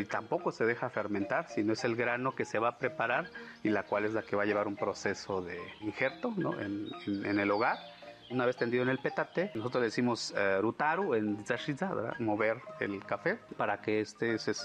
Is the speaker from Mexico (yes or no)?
yes; Tanetze de Zaragoza, Oaxaca, Mexico